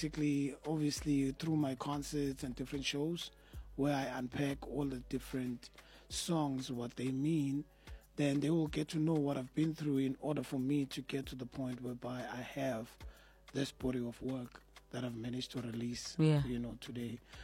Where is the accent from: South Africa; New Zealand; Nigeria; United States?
South Africa; Cape Town, Western Cape; Now, I'm from Cape Town